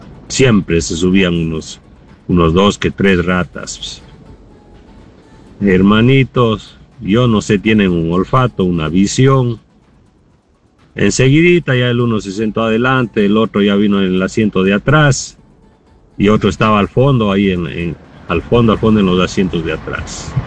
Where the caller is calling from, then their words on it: Azuay, Ecuador; yo soy del Valle.